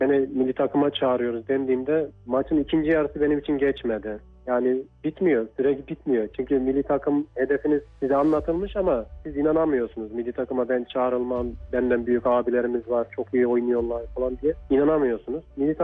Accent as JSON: {"language": "Turkish", "town": "Develi", "region": "Kayseri", "country": "Turkey", "tie": "born or raised there", "said": "Kayseri'nin Develi ilçesinin Çatalhöyük köyünde 93 yılında dünyaya geldim."}